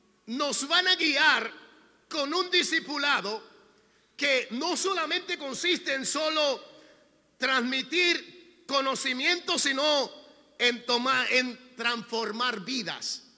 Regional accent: Dominican Republic; moved away; hace 39 años, cuando estuve en República Dominicana llegaron un grupo de misioneros. Estos misioneros llegaron de Puerto Rico y, llegando a mi tierra, se estacionaron en mi casa.

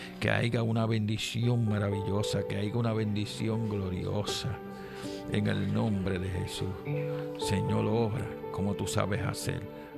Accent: Aguadilla, Puerto Rico; no porque sea de mi pueblo, Aguadilla, porque yo nací en ese Aguadilla lindo, hermoso

